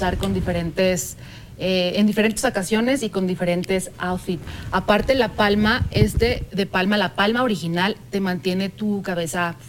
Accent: Mexico; Así es, como mexicana.

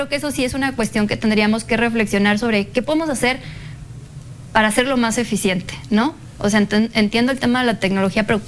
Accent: Mexico; nosotros como mexicanos

